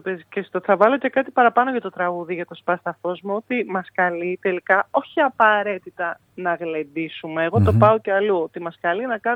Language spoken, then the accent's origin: Greek; Athens, Attica, Greece; born there; Εγώ που γεννήθηκα στην Αθήνα και μένω στην Αθήνα, λυπηθείτε με τώρα